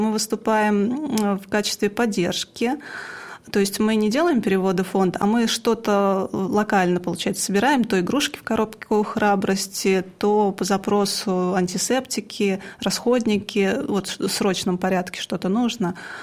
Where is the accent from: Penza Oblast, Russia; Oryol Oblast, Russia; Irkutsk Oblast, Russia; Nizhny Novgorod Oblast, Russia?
Oryol Oblast, Russia; Oryol; у нас в Орле такого не было